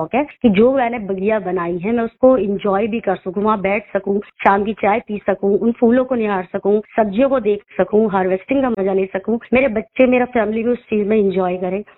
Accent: Uttarakhand, India; Sir, मैं बताना चाहूंगी कि मैं पहाड़ों से हूँ, मैं बेसिकली उत्तराखंड से हूँ, तो हमारी ब्लड लाइन में ही है नेचर प्रकृति।

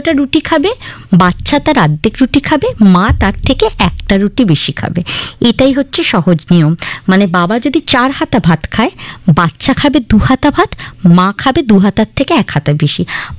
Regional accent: Bangladesh; আমাদের সুজলা সুফলা বাংলাদেশে

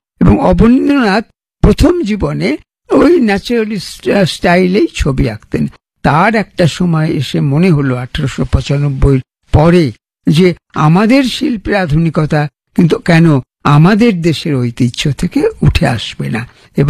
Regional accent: Kolkata, West Bengal, India

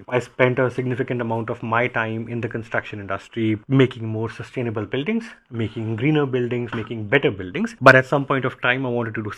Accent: Delhi, India; I grew up in Delhi in the 90s and the 80s.

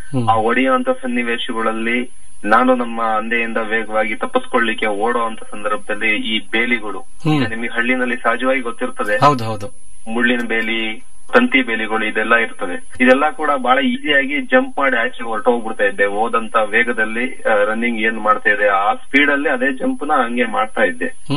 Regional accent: Hosanagara, Karnataka, India; ನಮ್ಮ ಊರು ಹೊಸನಗರ ಅಂತ ಹೇಳಿ ಹಾಸನ ಜಿಲ್ಲೆ ಅರಕಲಗೋಡು ತಾಲೂಕು ಸೇರಿರ್ತಕ್ಕಂತ ಒಂದು ಪುಟ್ಟ ಗ್ರಾಮ ಹೊಸನಗರ ಅಂತ ಹೇಳಿ.

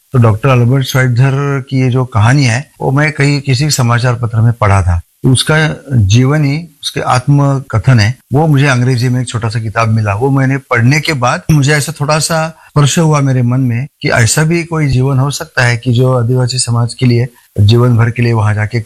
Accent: Satara, Maharashtra, India; moved away as an adult; now in Bastar, India; मैं रहने वाला सतारा महाराष्ट्र का हूँ

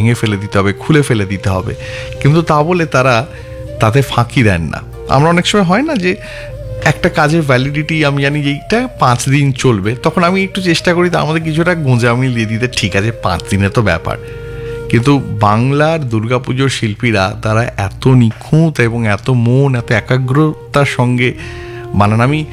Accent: Kolkata, West Bengal, India; যারা কলকাতাতেই ঠাকুর দেখতে দেখতে বড় হয়েছি।

